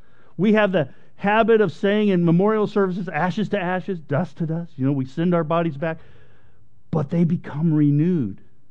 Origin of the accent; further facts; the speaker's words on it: United States; I grew up here in the States